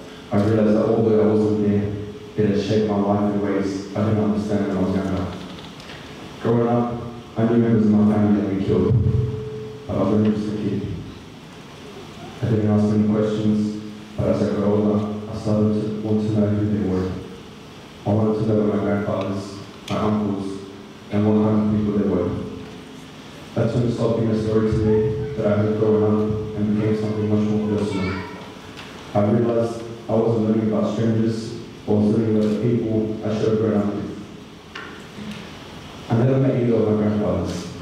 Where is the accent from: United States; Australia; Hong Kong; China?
Australia; Sydney, New South Wales; born there; I'm 19 years old, and I was born here in Sydney, Australia.